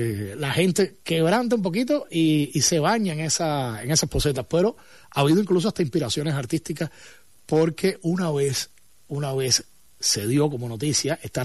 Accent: Cuba

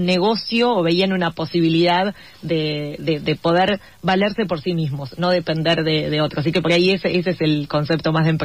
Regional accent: Macachín, La Pampa, Argentina; moved away; al haber nacido en un pueblo muy chico

